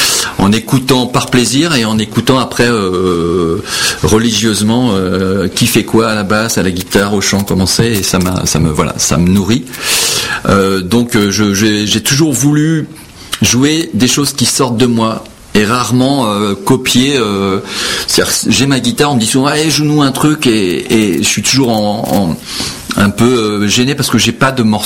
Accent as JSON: {"language": "French", "country": "Portugal", "said": "moi je suis portugais"}